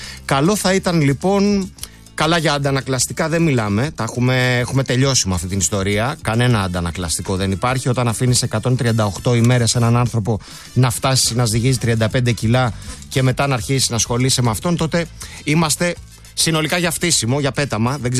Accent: Greece; ως Έλληνες και Ελληνίδες

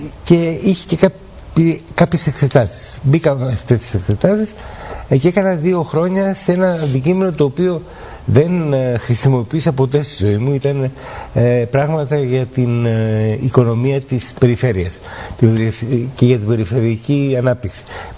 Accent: Athens, Attica, Greece; also born or lived in Pagkrati; Στο Βύρονα. Στο Βύρονα, μεγάλωσα στο Βύρονα και έζησα τα παιδικά μου χρόνια και την πρώτη μου νιώτα στο Παγκράτη.

